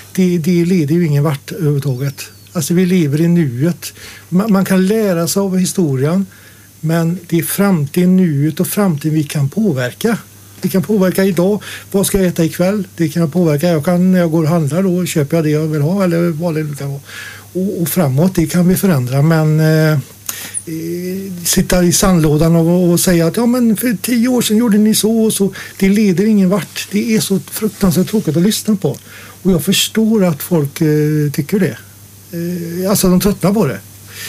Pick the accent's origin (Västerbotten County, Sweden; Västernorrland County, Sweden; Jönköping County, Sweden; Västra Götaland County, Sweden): Västra Götaland County, Sweden; Dingle; jag är född i Dingle med Smutropolen. Vi hade väl kanske 900 personer eller 1000 invånare och jag är uppväxt på en liten skola.